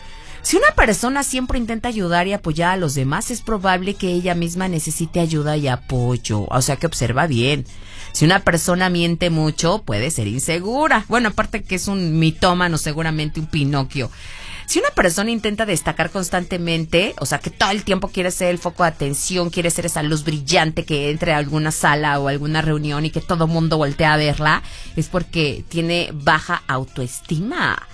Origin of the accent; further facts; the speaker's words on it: Mexico City, Mexico; born there; Yo soy nacida en la Ciudad de México, pero ¿de dónde soy? No sé, yo soy de todas partes del mundo.